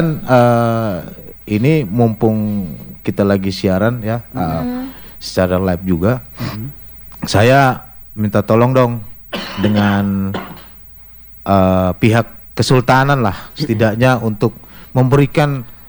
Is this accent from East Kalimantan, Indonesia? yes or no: yes; East Kalimantan, Indonesia; now in Balikpapan, Indonesia; saya sebagai anak Kutai yang bergerak di bidang seni budaya di Balikpapan